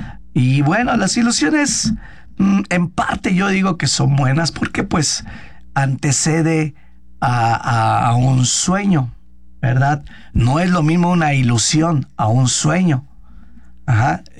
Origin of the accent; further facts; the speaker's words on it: Mexico; somos el pueblo mexicano